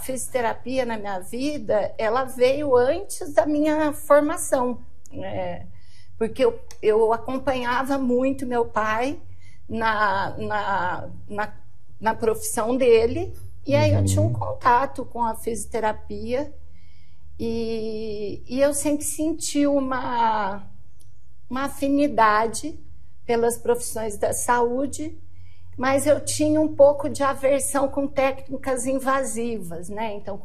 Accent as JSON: {"language": "Portuguese", "town": "Assis", "region": "São Paulo", "country": "Brazil", "tie": "born or raised there", "said": "Eu sou de Assis, nasci aqui, né, e só saí para estudar. E daí voltei, né?"}